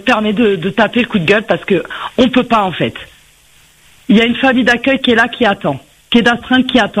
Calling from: La Plaine-des-Palmistes, Réunion; Ah non, moi, je suis à la Plaine des Palmistes.

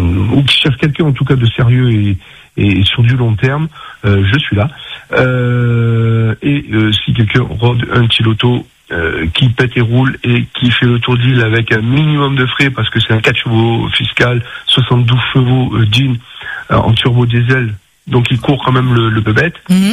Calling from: Étang-Salé, Réunion, France; Moi, je suis sur Étang-Salé-Léo pour le temps qu'il faut.

